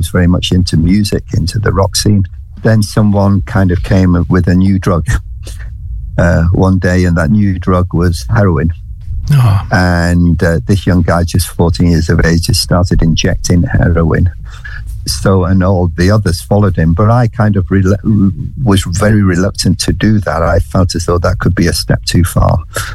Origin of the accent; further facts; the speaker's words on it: St Helens, North West England, United Kingdom; now in London, United Kingdom; I was brought up in Merseyside. I was brought up in a place near Liverpool called St. Helens. And I was brought up in a church